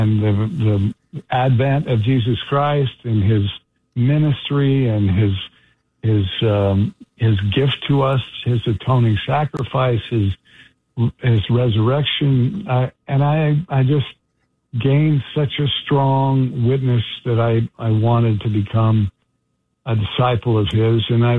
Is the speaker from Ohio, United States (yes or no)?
no; Bountiful, Utah, United States; now in New York, United States; Well, I grew up just outside Salt Lake City, Utah, in a little town called Bountiful, Utah.